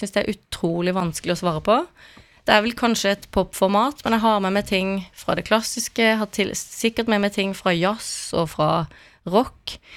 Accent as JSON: {"language": "Norwegian", "town": "Kristiansand", "region": "Agder", "country": "Norway", "tie": "born or raised there", "said": "Ja, så begynte jeg å studere i Oslo allerede som 17-åring, så jeg flyttet jo hjemmefra fra Kristiansand til Oslo ganske tidlig."}